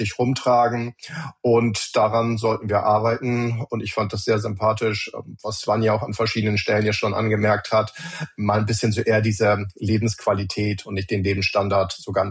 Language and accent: German; Germany; gerade wenn man es mit anderen Ländern vergleicht, sind wir Deutsche schon ein Stück weit kritischer, sage ich es mal so.